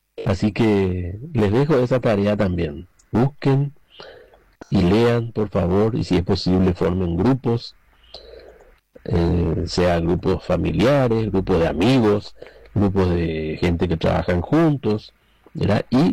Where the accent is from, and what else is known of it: Paraguay